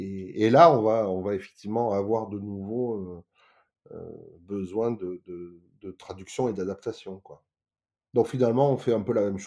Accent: Nice, Provence-Alpes-Côte d'Azur, France; moved away as an adult; now in Japan; Je joue régulièrement aussi au musée des Arts Asiatiques de Nice. Donc là, c'est ma ville natale.

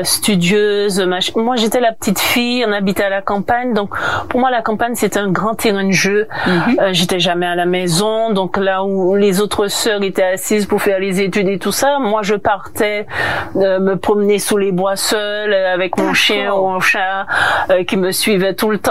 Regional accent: Rivière-Salée, Martinique; moved away as an adult; also born or lived in Metropolitan France; j'ai grandi à la campagne de Rivière-Salée, des Marinières.

